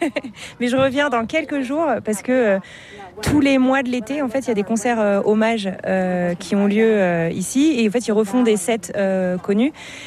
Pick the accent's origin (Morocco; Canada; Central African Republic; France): France; Brest, Brittany; now in Denver, United States; Je suis originaire de Brest, mais non, je suis originaire de entre Brest et Le Conquet, donc la pointe Finistère.